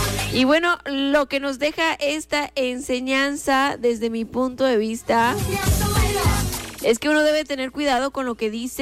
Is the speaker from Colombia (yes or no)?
no; Mexico; Porque somos más mexicanos que el nopal, claro que por supuesto que sí.